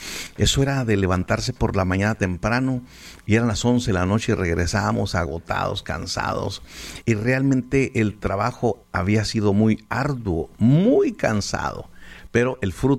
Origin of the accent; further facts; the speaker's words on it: San Luis Potosí, Mexico; tenemos que abrir una iglesia en mi pueblito o campus San Luis Potosí.